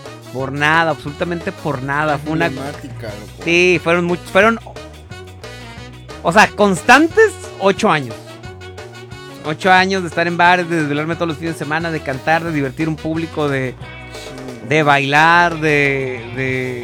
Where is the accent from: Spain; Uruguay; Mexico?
Mexico; Guerrero Negro, Baja California Sur; now in Ensenada, Mexico; Yo soy de Guerrero Negro